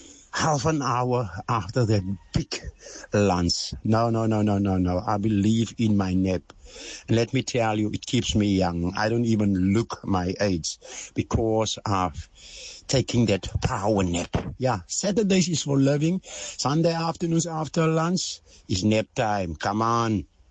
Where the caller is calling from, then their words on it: Western Cape, South Africa; Brought us from a beautiful Western Cape.